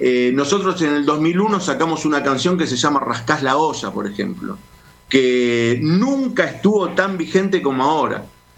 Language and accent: Spanish; Morón, Buenos Aires Province, Argentina; de donde yo vengo, que nací en Morón Sur, en un barrio de Morón Sur, con todo lo que eso conlleva